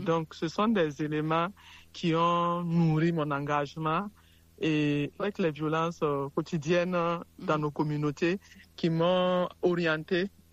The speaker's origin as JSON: {"language": "French", "country": "Burkina Faso", "said": "comme indiqué. Je suis burkinabé."}